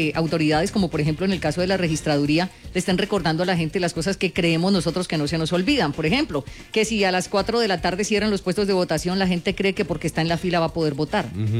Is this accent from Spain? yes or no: no; Colombia; nosotros como colombianos